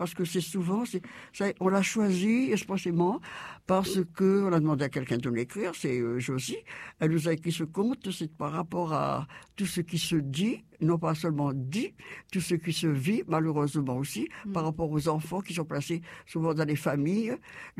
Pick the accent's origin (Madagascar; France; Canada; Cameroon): France; Réunion; Souvent, chez nous, à La Réunion, encore plus, je veux dire très souvent, donc on apporte des fleurs.